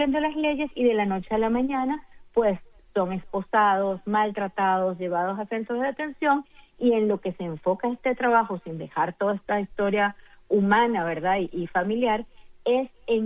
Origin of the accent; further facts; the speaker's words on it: Venezuela; now in Doral, United States; la comunidad de Doral, en la que viví. Más del 40% de los habitantes somos venezolanos